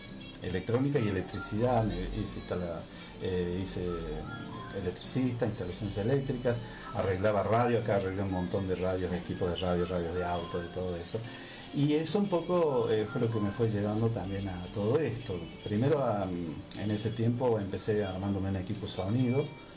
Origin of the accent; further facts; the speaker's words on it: Alpa Corral, Córdoba, Argentina; Soy serrano por naturaleza, nací acá en Alpacorral justamente. Mi infancia, mi niñez fue transcurrida en la sierra, en plena sierra, allá cerca de las tapias, un poco más arriba, en el campo que tenía mi abuelo. Yo me crié con mis abuelos.